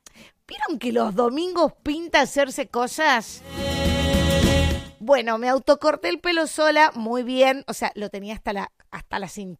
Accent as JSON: {"language": "Spanish", "country": "Argentina", "said": "Como argentinos, como hinchas."}